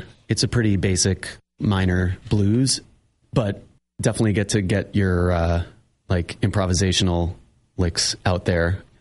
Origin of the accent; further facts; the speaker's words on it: Andover, Massachusetts, United States; moved away as an adult; also born or lived in New York; I grew up in Andover, Mass, on the North Shore.